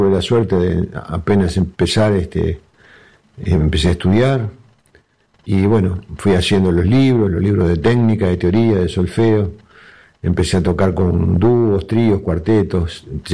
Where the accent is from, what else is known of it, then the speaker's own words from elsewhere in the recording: Quilmes, Buenos Aires Province, Argentina; Sí, yo soy nacido en Quilmes, me inicié en la música acá en Quilmes. Viví unos cuantos años afuera de Argentina